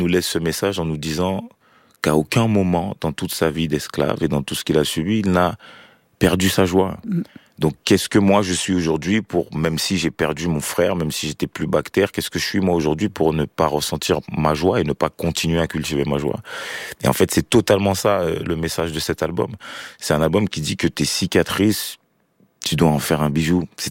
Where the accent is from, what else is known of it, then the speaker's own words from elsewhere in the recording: Cameroon; C'était important pour moi de retourner au Cameroun parce que c'est de là d'où je viens, et même si j'ai jamais vraiment connecté avec cet endroit, je pense qu'il y a un espèce de lien psychique avec mon pays, mes terres et ma terre-mère.